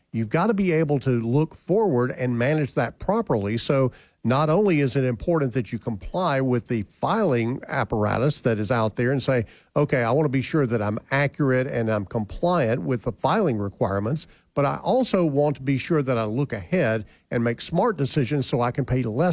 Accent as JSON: {"language": "English", "town": "El Dorado", "country": "United States", "tie": "born or raised there", "said": "my hometown of El Dorado."}